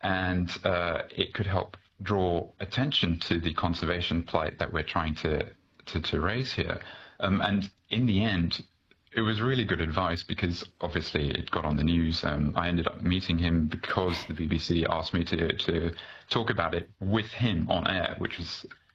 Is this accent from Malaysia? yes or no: yes; Malaysia; moved away; For me, you know, I'm originally from Malaysia, which is it was colonised by the Brits